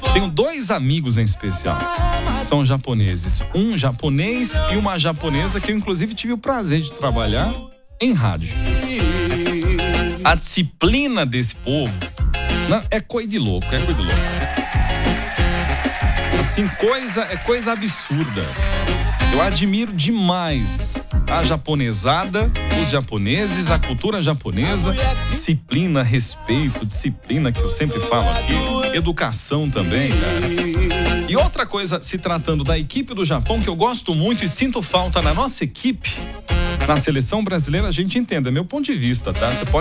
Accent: Brazil; como brasileiro, como bom brasileiro.

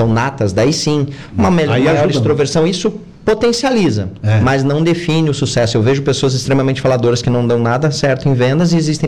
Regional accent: Uruguaiana, Rio Grande do Sul, Brazil; moved away; also born or lived in Paraná; Comecei no Paraná, sou gaúcho também, de Uruguaiana.

